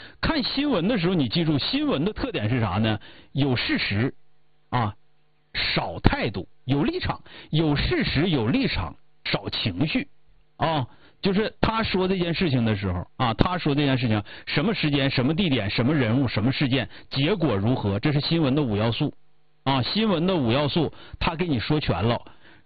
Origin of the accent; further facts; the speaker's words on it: China; 那作为我们中国人应该怎么怎么怎么怎么怎么样，那个就是宣传啊